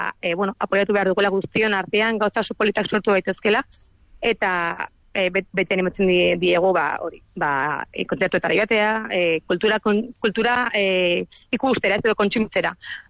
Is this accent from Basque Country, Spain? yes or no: no; Navarre, Spain; azken finean Nafarroakoak gara